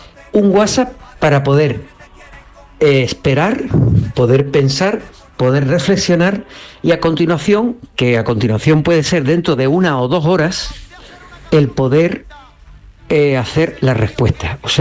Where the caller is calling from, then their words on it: Cádiz, Andalusia, Spain; de Cádiz.